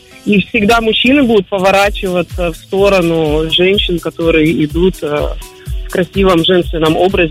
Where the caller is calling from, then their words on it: Omsk, Omsk Oblast, Russia; Я из Омска.